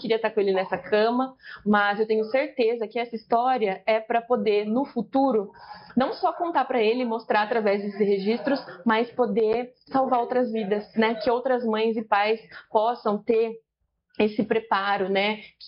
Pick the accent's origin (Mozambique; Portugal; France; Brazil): Brazil; Lins, São Paulo; Nós somos da cidade de Lins. Lins é 1h30 daqui